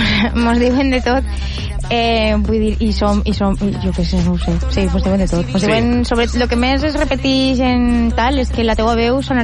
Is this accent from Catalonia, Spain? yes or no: no; Oliva, Valencian Community, Spain; el meu poble, que és d'Oliva.